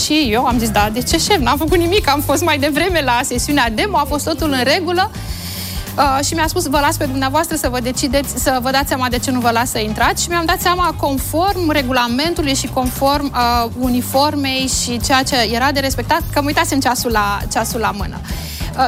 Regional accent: Piatra Neamț, Neamț County, Romania; also born or lived in Bacău; Am copilărit în Piatra Neamț, mergeam destul de des la mătușa mea

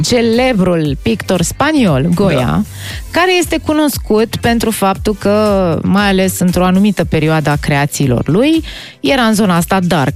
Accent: Romania; suntem din România.

